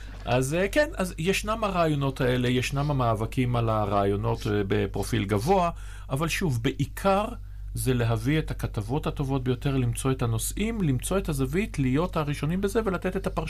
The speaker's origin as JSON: {"language": "Hebrew", "town": "Haifa", "region": "Haifa District", "country": "Israel", "tie": "born or raised there", "said": "ואני גדלתי בחיפה, שזה אומנם הכרמל, אבל זו מדינה שונה מאוד מזו של היום."}